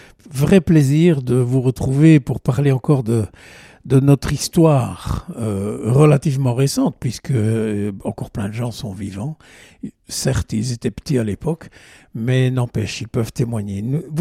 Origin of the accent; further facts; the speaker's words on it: Liège, Wallonia, Belgium; Comme on dit chez moi à Liège